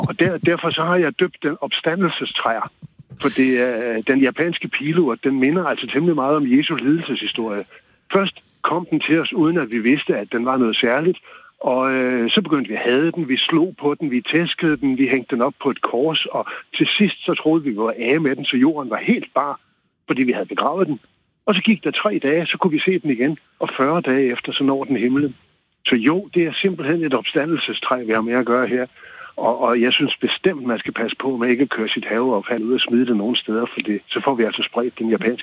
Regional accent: North Denmark Region, Denmark; her i Nordjylland, hvor jeg kommer fra

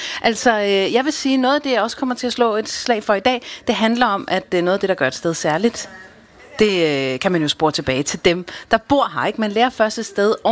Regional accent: Bornholm, Capital Region of Denmark, Denmark; for eksempel også på Bornholm, hvor jeg kommer fra.

